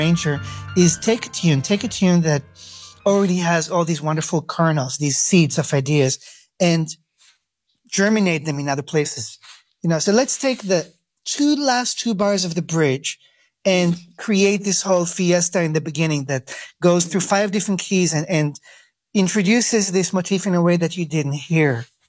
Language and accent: English; Israel; English is a second language; But then growing up in Israel, I was listening to songs on the radio.